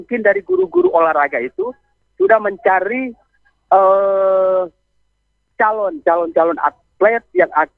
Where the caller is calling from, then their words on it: Motoling, North Sulawesi, Indonesia; dari Motoling, Kabupaten Minahasa Selatan.